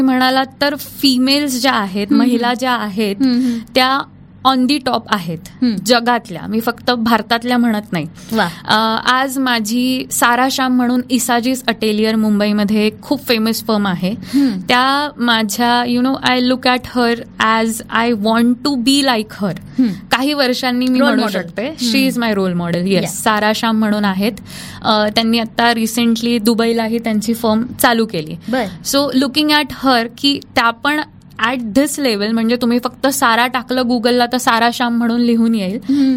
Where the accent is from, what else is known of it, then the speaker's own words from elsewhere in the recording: Jalgaon, Maharashtra, India; माझं लहानपण जळगावातच झालं.